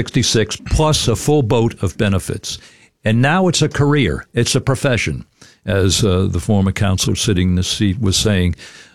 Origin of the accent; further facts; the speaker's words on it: New Jersey, United States; now in Keene, United States; And so here I come from New Jersey, a big mouth from New Jersey.